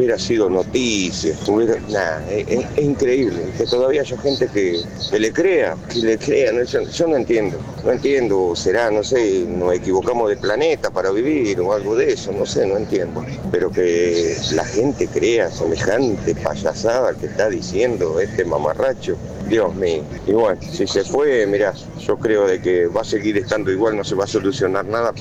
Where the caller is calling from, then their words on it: Pigüé, Buenos Aires Province, Argentina; soy de Pigüé.